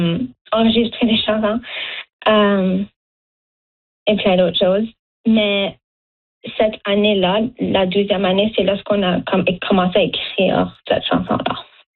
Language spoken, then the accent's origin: French; Dartmouth, Nova Scotia, Canada; ben je viens de Chétiquan, mais je viens de Dartmouth